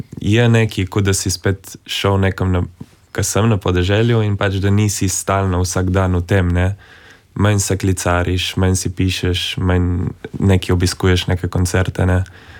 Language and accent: Slovenian; Littoral, Slovenia; now in Ljubljana, Slovenia; mislim, sej ne vem, koliko se niti sliši, ampak če se res daš na to, slišeš eno melodijo, na katero smo Primorci zelo ponosni.